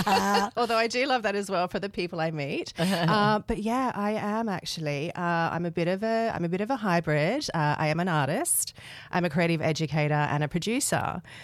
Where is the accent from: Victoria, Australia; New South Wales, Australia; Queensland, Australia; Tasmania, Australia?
New South Wales, Australia; Sydney; moved away as an adult; now in Northern Rivers, Australia; But yeah, I am a local now. I'm originally from Sydney, but I have moved to the Northern Rivers about the end of last year.